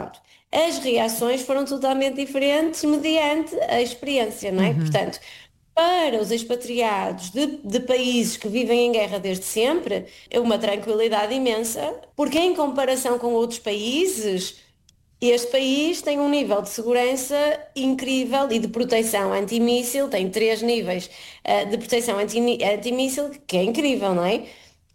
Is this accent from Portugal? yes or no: yes; Portugal; eu, enquanto portuguesa, pensei e achei, e assim fui criada, que era uma pessoa que realmente dava o meu melhor para respeitar o outro.